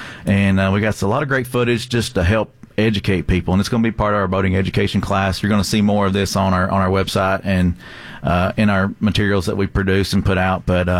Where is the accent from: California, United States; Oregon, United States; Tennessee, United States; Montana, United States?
Tennessee, United States; Meigs County; growing up in Meigs